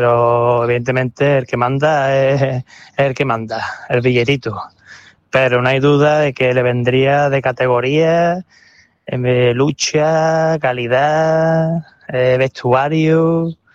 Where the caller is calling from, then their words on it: Andalusia, Spain; Radio Marca desde Santa Clara, casi en directo.